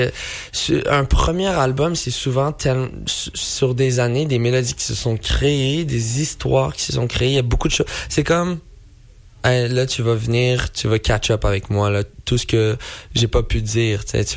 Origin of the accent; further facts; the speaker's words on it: Quebec, Canada; je suis québécois d'origine marocaine, faut le savoir. Mes parents sont nés au Maroc, ils sont venus ici et pour fonder leur famille avec mon petit frère.